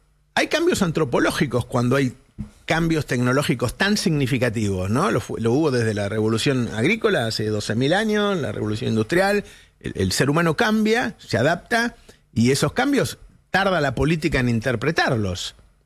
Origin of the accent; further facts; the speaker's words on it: El Talar, Buenos Aires Province, Argentina; no sé cómo me crié yo, cómo era en Talar, prácticamente éramos todos una misma familia